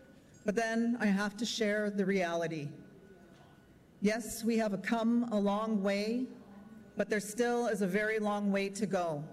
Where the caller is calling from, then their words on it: Manitoba, Canada; I come to you from Treaty 1 territory, and my family is from the Roseau River Anishinaabe First Nation.